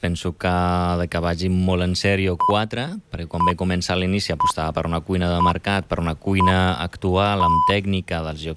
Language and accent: Catalan; Rif, Morocco; Catalan is a second language; now in Catalonia, Spain